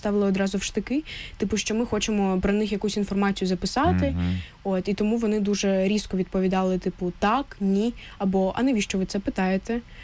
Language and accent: Ukrainian; Sloviansk, Donetsk Oblast, Ukraine; Слов'янськ. Я зі Слов'янська, так.